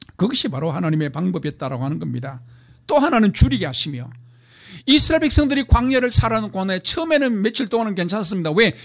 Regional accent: South Korea

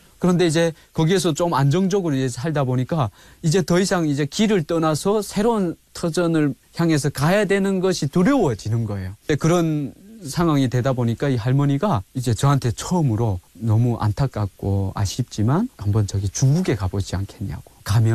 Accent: North Korea; born or raised there; moved away; also born or lived in Ryanggang Province

